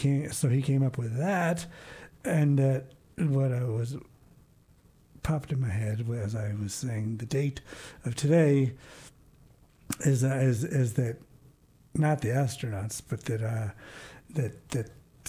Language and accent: English; Baltimore, Maryland, United States; now in Madrid, United States; I grew up in Baltimore public schools